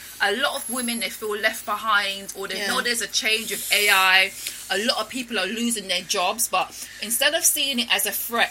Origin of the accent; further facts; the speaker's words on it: Jamaica; And because I came from Jamaica